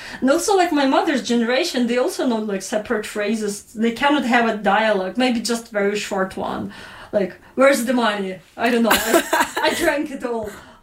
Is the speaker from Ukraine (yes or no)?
yes; Western Ukraine, Ukraine; we come from different regions of Ukraine. I'm from the West, where the culture and language was more preserved.